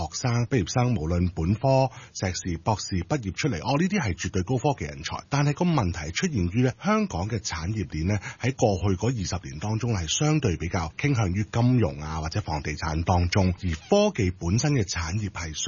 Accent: Kaiping, Guangdong, China; 首先咧，开平系我家乡，咁啊，作为一个开平人嚟讲咧，其实我都好希望将开平嘅文化走出去啦。

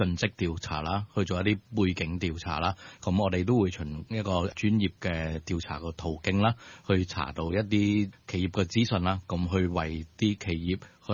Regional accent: Macau; 咁系嚟自于澳门嘅。咁我本身系澳门人啦

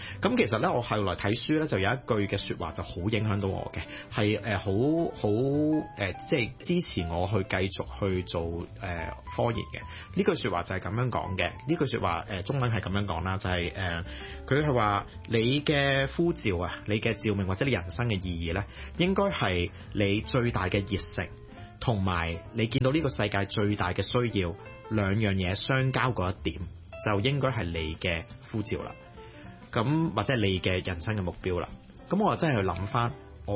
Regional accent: Hong Kong; also born or lived in United States; 香港呢笪地方，我土生土長嘅地方。

